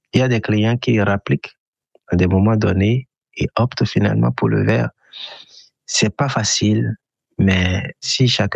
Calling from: Abomey-Calavi, Atlantique, Benin; j'appelle de Abomey-Calavi au Bénin.

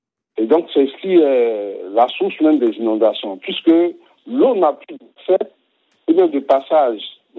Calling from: Dabou, Lagunes, Côte d’Ivoire; je suis dans le sud de la Côte d'Ivoire, je suis à Dabou. J'ai été à Mans pendant il y a 15 ou 20 ans et ensuite... il y a 2 ou 3 ans également.

